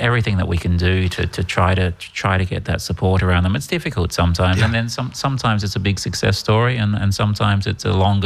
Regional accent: Perth, Western Australia, Australia; now in Ireland

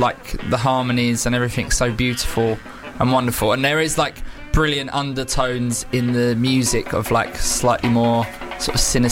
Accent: United Kingdom; as a British guy

